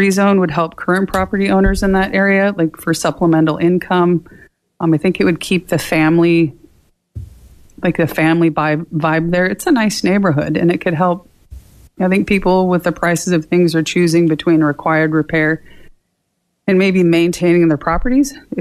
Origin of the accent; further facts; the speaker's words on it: Fairbanks, Alaska, United States; moved away as an adult; now in Anchorage, United States; I was born and raised in Fairbanks, recently moved to Anchorage.